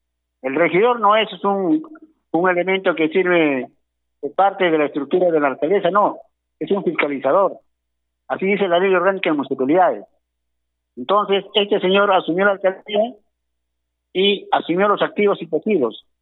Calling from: Chimbote, Ancash, Peru

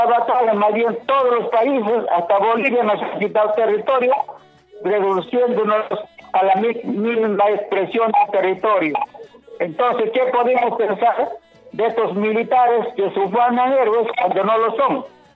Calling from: Chimbote, Ancash, Peru; Les hablo desde Chimbote

